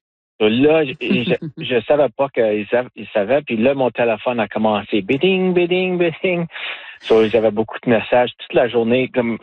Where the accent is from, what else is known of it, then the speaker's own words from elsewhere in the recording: Timmins, Ontario, Canada; je viens de Timmins. J'entraîne des policiers partout au Canada et aux États-Unis. Mais moi, je vis à Timmins. Je suis policier ici à Timmins. Je travaille ici. Ma famille est ici.